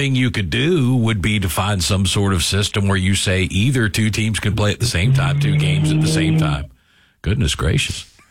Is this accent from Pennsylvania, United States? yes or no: yes; Philadelphia, Pennsylvania, United States; You know, we're from Philly, and now all of a sudden we're staying up till what would be our midnight.